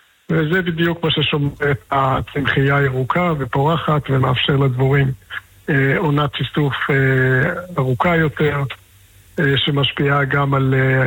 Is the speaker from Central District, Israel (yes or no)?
no; Mishmar HaEmek, Northern District, Israel; ובתור מי שגדל לא בכפר בילו, אלא במקרה דווקא במשמר העמק, במקור אני ממשמר העמק … ממשמר העמק.